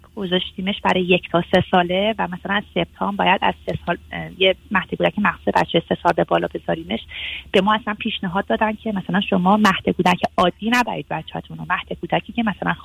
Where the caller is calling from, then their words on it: Germany; ما از آلمان هستیم آقای دکتر.